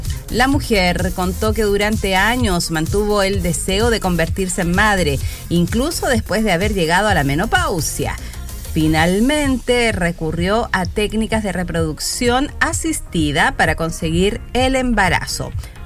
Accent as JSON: {"language": "Spanish", "country": "Chile", "said": "Si somos chilenos, nos entendemos."}